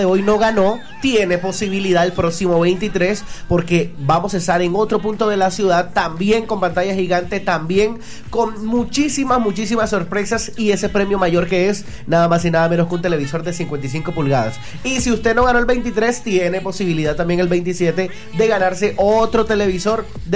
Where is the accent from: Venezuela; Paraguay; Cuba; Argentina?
Argentina; born there; Yo, a pesar de que nací en Argentina